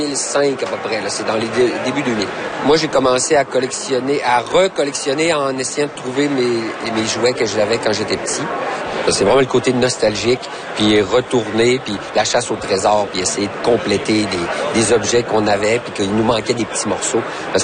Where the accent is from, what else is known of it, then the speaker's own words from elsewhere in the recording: Chicoutimi, Quebec, Canada; Moi, j'ai 45 ans. Je suis originaire de Chicoutimi, au Saguenay-Lac-Saint-Jean.